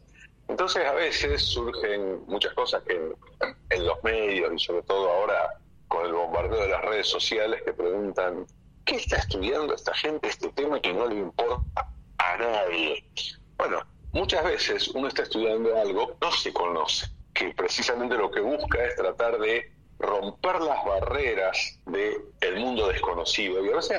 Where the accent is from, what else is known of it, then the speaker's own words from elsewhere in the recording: Rosario, Santa Fe, Argentina; estar acá en Rosario, Santa Fe, Argentina. Yo soy de Rosario y elegí volver acá.